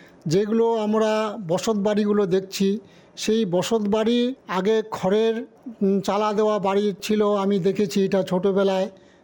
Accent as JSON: {"language": "Bangla", "region": "West Bengal", "country": "India", "tie": "born or raised there", "said": "আমার এখানেই জন্ম"}